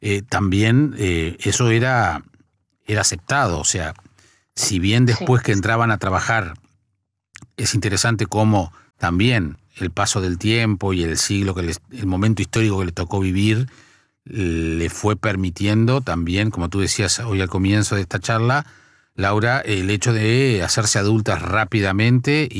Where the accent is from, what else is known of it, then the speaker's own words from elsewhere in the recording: San José, Uruguay; yo soy de San José, el departamento que está a 100 kilómetros de Montevideo